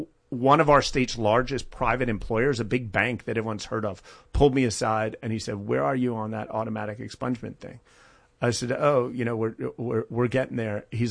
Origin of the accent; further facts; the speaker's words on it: Delaware, United States; I hope as a Delawarean